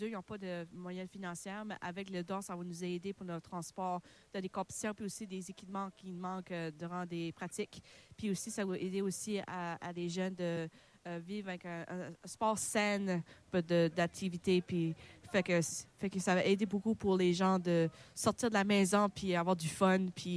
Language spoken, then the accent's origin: French; Inkerman, New Brunswick, Canada; j'ai 34 ans, je viens d'Inkerman au Nouveau-Brunswick.